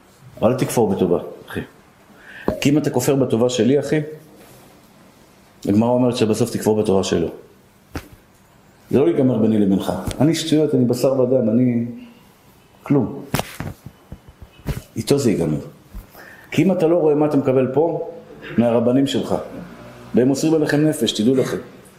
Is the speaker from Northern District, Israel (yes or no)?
no; Tel Aviv, Tel Aviv District, Israel; born or raised there